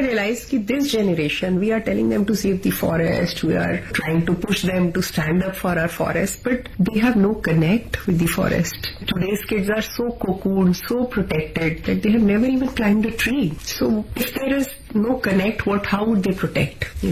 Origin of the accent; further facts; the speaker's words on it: Delhi, India; Delhi. I grew up in Delhi. This was the Delhi of the 80s.